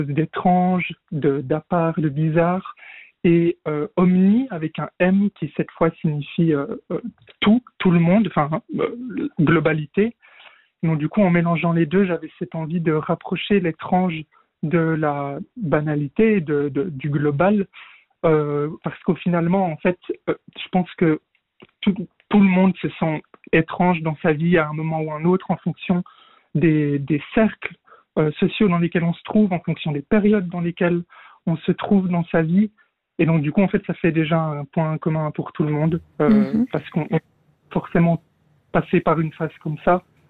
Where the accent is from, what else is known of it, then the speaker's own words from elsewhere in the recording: Moutier, Jura, Switzerland; J'ai grandi dans le Jura. Dans une ville qui à la base était le canton de Berne et qui ensuite a changé au Jura récemment.